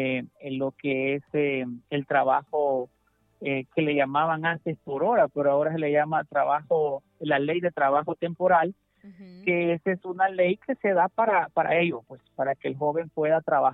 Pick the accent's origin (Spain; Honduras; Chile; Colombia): Honduras